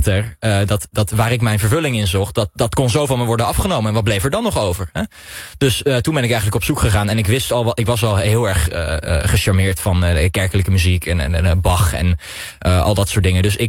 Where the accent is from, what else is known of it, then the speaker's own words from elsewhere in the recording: Castricum, North Holland, Netherlands; Dus ik kom uit Castricum. En Castricum is in de jaren 60 eigenlijk meteen geseculariseerd.